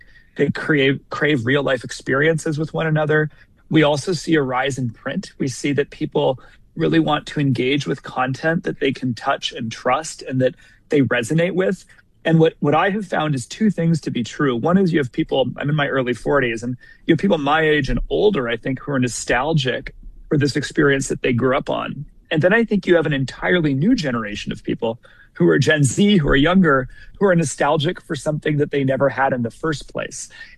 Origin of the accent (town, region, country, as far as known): Washington, United States; born or raised there